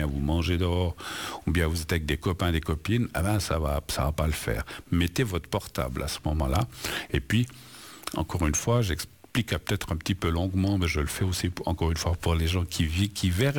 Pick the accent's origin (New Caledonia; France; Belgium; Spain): Spain; now in Switzerland; C'est le cas, alors, jusqu'à présent, de l'Espagne, de mon pays d'origine, l'Espagne, où j'avais un oncle qui disait « Oh, ici en Suisse, vous êtes quand même bien loti